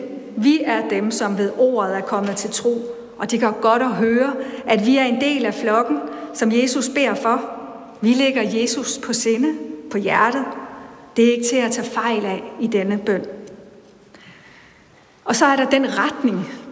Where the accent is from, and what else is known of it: Bangladesh; born or raised there; now in Denmark